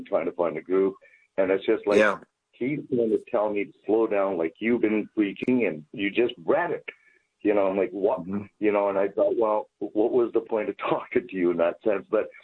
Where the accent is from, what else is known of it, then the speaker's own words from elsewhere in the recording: Canmore, Alberta, Canada; No, I'm an Oilers fan. I'm originally from Canmore.